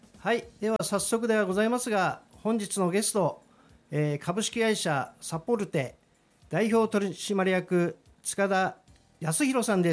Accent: Sapporo, Hokkaido, Japan; 当時札沼、札幌商業出身なもんですから、

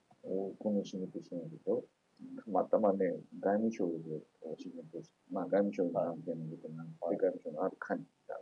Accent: Godo, Gifu, Japan; also born or lived in Aichi; 生まれは、はい、一県の、あんぱち、合同町というところが、私の、はい、元々の実家。

